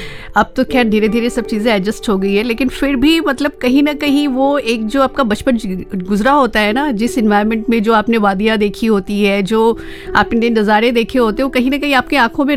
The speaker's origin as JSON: {"language": "Hindi", "area": "Ambedkar Nagar", "region": "Uttar Pradesh", "country": "India", "also_born_or_lived": "Allahabad", "moved": "as an adult", "lives_now": "Gonda, India", "said": "Because I am married in Allahabad. सो और ऐसे मैं बेसिकली जो मेरे पेरेंट्स हैं और मैं रहने वाली अम्बेडकर नगर की हूँ।"}